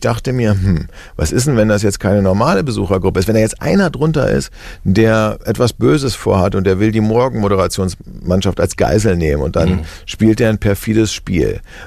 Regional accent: Berlin, Germany; born there; naja, ich bin in Berlin geboren, also Berlin.

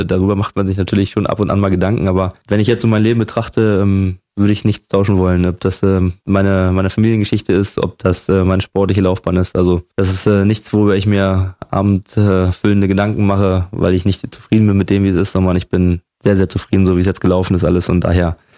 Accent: Berlin, Germany; now in Falkensee, Germany; Das ist wirklich meine Heimat geworden. Und dementsprechend, wie gesagt, bin ich auch wirklich jetzt Brandenburger und nicht mehr Berliner.

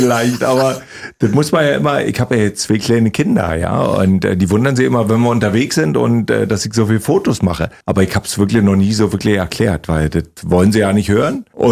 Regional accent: East Germany, Germany; ich meine, ich komme zwar aus dem Osten, da war das alles nicht so schlimm, mit nackig rumrennen.

